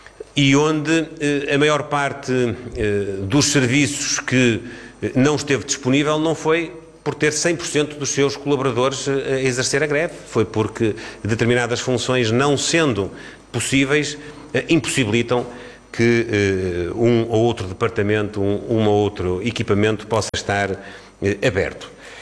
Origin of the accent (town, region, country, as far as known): Portugal